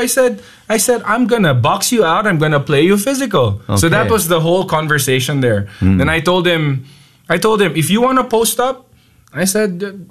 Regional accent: Baguio, Cordillera Administrative Region, Philippines; moved away as an adult; now in Manila, Philippines; I was born and raised in Baguio City.

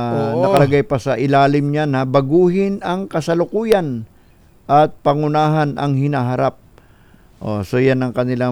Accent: Quezon, Calabarzon, Philippines; Tagalog kami ni attorney. Taga Quezon kami.

